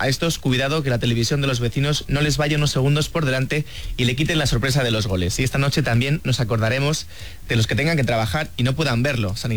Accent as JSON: {"language": "Spanish", "country": "Spain", "said": "yo como muchísimos españoles lo voy a ver en un bar."}